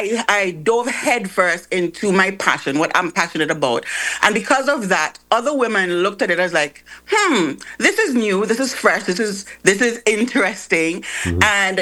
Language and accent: English; Liberta, Saint Paul, Antigua & Barbuda; Okay, so I'm from Liberator Village